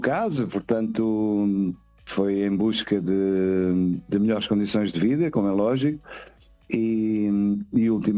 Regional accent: Portugal; moved away as an adult; now in London, United Kingdom; Acima de tudo somos portugueses.

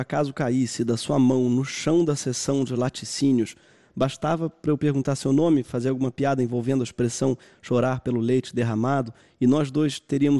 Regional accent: Brazil; accent: Brazilian; Desculpem o sotaque brasileiro

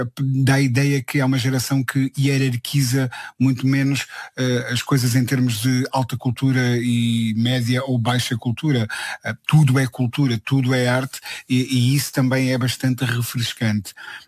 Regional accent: Centro, Portugal; da minha geração e da minha cultura específica, operária, do centro do país, se calhar um pouco mais rural do que urbano, de onde eu sou originário.

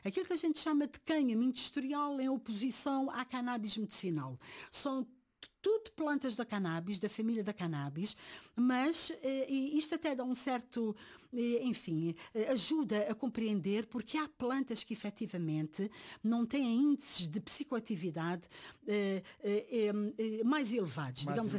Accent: Portugal; also born or lived in Washington DC; aqui eu chamo a atenção como portuguesa

